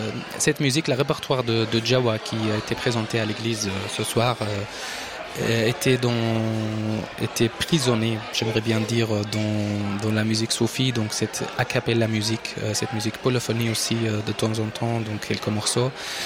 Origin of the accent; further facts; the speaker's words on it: Aleppo, Aleppo Governorate, Syria; moved away as an adult; now in Brussels, Belgium; Oui, je viens d'Alep et je bougeais à Bruxelles depuis plus que 10 ans maintenant.